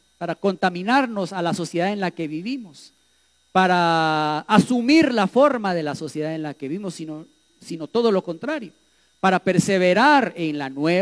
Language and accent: Spanish; Guatemala